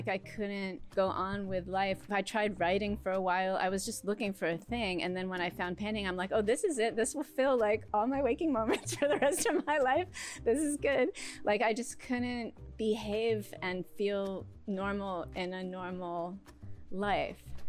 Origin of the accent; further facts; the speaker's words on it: East Coast, United States; moved away as an adult; now in California, United States; I'm from the East Coast